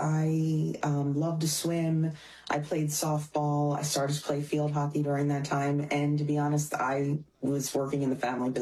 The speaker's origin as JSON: {"language": "English", "town": "Hamilton", "region": "New Jersey", "country": "United States", "tie": "born or raised there", "said": "So I grew up in Hamilton, New Jersey, but I am an only child."}